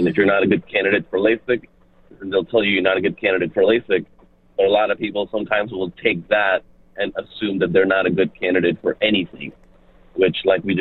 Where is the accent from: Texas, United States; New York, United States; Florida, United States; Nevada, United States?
Texas, United States; Tyler; moved away as an adult; now in Dallas-Fort Worth, United States; I am from this general area. I grew up in East Texas, Tyler, Texas, but for the past several years, we've been in DFW. Frisco, Plano is kind of home, all of our families in the location.